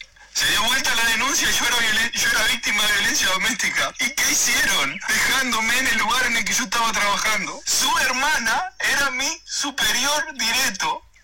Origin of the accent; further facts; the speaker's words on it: Melo, Cerro Largo, Uruguay; now in Canelones, Uruguay; mándenme a mi pueblo, mándenme a Melo